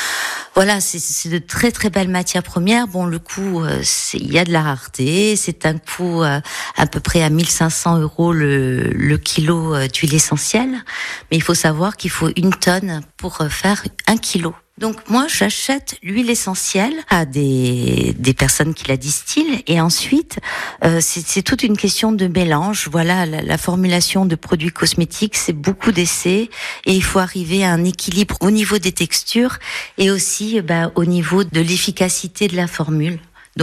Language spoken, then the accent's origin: French; Bastia, Corsica, France; born there; je suis née à Bastia